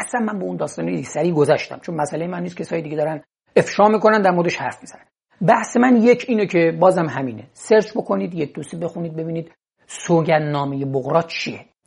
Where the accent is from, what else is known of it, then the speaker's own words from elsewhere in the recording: Gilan, Iran; واقعا من به عنوان یک گیلانی چشم باز کردم